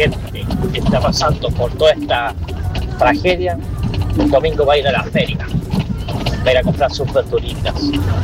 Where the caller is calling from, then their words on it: Bulnes, Ñuble, Chile; Buen día, Radio Cariñosa de acá de Bulnes, Alfredo.